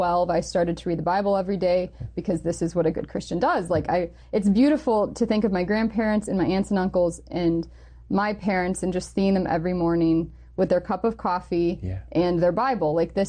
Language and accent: English; Indiana, United States; born or raised there